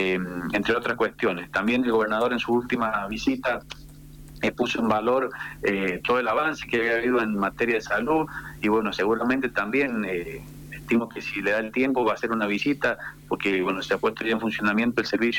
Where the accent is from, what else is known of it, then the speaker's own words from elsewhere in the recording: Jáchal, San Juan, Argentina; los que habitamos acá al norte de la provincia. Convengamos que Hachal es el departamento, luego de la fundación de San Juan, es el que más historia tiene